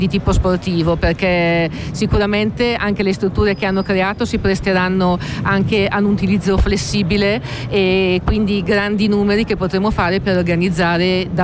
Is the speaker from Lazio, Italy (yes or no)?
no; Lombardy, Italy; percepirci come Lombardi